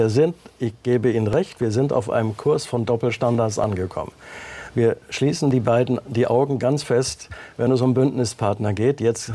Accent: Germany

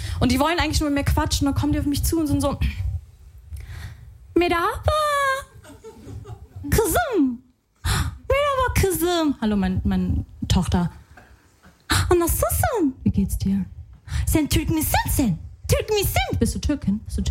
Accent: Lebanon; Ich so, ja, Tante, ich bin Libanesin.

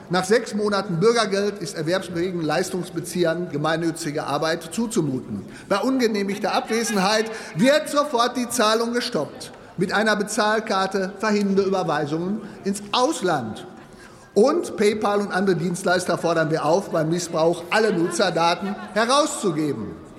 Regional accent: Dortmund, North Rhine-Westphalia, Germany; In meiner Heimatstadt Dortmund erleben wir seit Jahren, was verfehlte Einwanderungspolitik angerichtet hat.

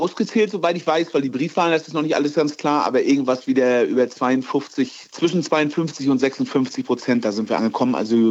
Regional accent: East Germany, Germany; ich komme aus dem Bundesland, wo das erste Mal die CDU es nicht mehr in den Landtag geschafft hat.

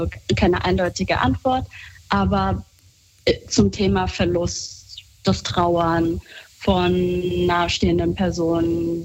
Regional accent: Germany; born there; Meine Eltern sind zur DDR-Zeit als Leiharbeiter gekommen. Ja, dann wurde ich geboren in Deutschland.

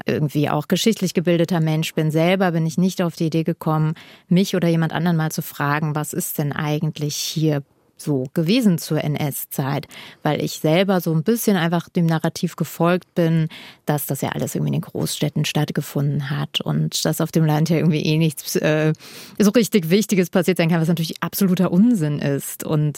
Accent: Hermeskeil, Rhineland-Palatinate, Germany; aufgewachsen bin, in Hermeskeil, meinem Geburtsort, beschäftigt. Das ist so, also Hermeskeil ist sehr klein

